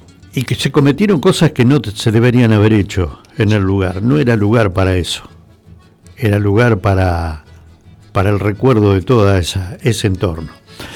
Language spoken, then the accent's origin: Spanish; Empalme Villa Constitución, Santa Fe, Argentina; Yo he nacido, me he criado, de acá no he salido, de acá he salido con sueños y he vuelto con esos sueños.